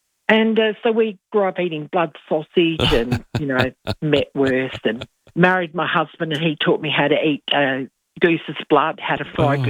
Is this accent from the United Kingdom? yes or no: no; Whyalla, South Australia, Australia; And I'm originally from Whyalla, and it's always the third Saturday and Sunday of August that is the Whyalla show.